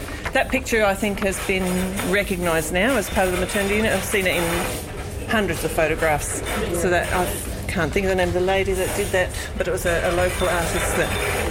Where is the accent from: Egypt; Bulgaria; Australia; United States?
Australia; Mount Gambier, South Australia; I'm from Mount Gambier